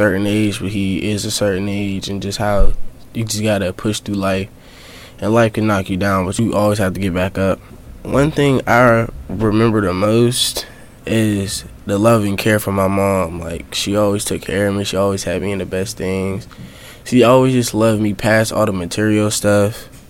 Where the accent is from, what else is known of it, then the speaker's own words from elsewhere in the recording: Pittsburgh, Pennsylvania, United States; born there; I was born in Pittsburgh, PA.